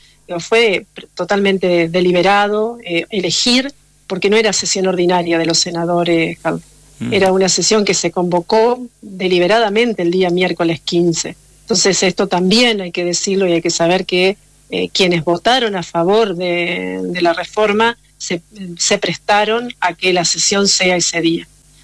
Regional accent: Concepción del Uruguay, Entre Ríos, Argentina; Yo soy de Concepción del Uruguay

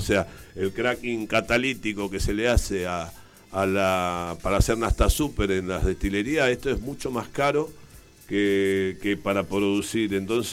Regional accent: Ensenada, Buenos Aires Province, Argentina; now in Atlántida, Argentina; yo soy de Ensenada, como decía antes

